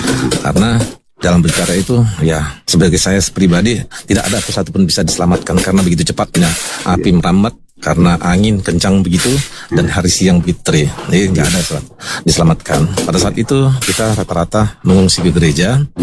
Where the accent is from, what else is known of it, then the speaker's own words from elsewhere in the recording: Lhokseumawe, Aceh, Indonesia; also born or lived in Medan; Karena selain saya lahir di Medan, di Tapanuli, tapi saya besar di Aceh ini, khususnya di Kota Loksemawe.